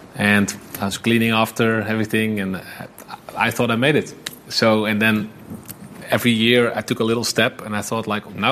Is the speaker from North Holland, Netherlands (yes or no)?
no; Breda, North Brabant, Netherlands; when I was starting to play in the first club when I was 19 years old in my hometown Breda